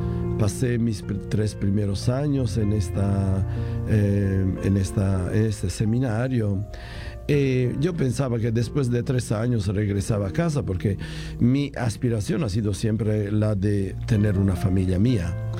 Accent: Italy; born or raised there; moved away

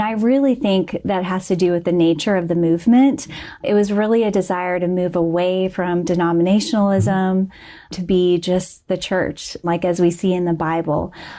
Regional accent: Springfield, Missouri, United States; born or raised there

